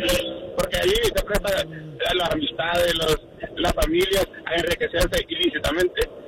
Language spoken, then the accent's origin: Spanish; El Salvador; yo soy salvadoreño y te voy a decir, trabajé en los 90 con dos gobiernos.